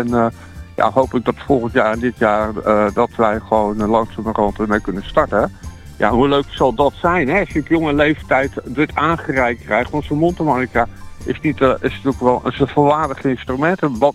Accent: Netherlands; Ja, ik kom uit Hello. Het schooltje staat ook in Hello. Ik woon ook in Hello.

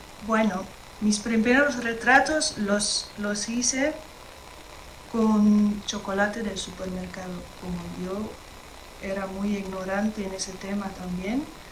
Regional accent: Amsterdam, North Holland, Netherlands; now in London, United Kingdom; soy artista plástica, vivo en Londres ahora, pero soy originalmente de Ámsterdam, de Holanda

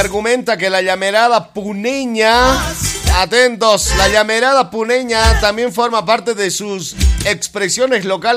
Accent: Bolivia

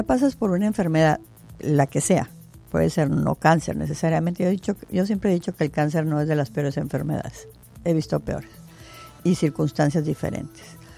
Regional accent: Mexicali, Baja California, Mexico; now in Tijuana, Mexico; Llegué a Tijuana, soy de Mexicali, Baja California. Llegué a Tijuana en el 86

